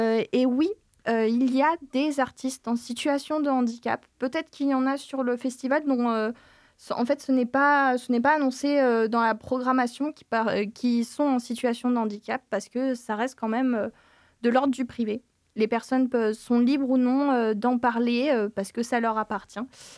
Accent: Chambéry, Auvergne-Rhône-Alpes, France; elle vient de Chambéry, comme moi. Je viens de Savoie.

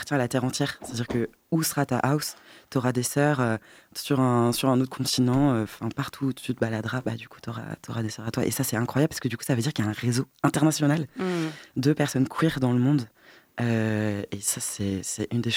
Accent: Rennes, Brittany, France; moved away as an adult; now in Nantes, France; Je suis rennais, je suis née à Rennes, mais dans une famille qui supporte et vient de Loire-Atlantique et du coup qui m'a fait grandir aux couleurs jaune et vert.

